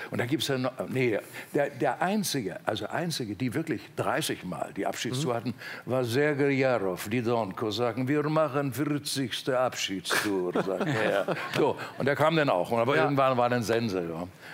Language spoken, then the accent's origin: German; Pforzheim, Baden-Württemberg, Germany; Wir waren so die Platzhirsche bei uns in Pforzheim, so in der Gegend und so weiter.